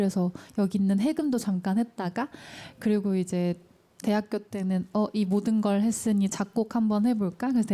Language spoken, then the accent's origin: Korean; Haenam, South Jeolla, South Korea; 저는 전라남도 네. 땅끝 해남에서 왔어요. 그래서 거기서 아, 태어나고 자랐습니다.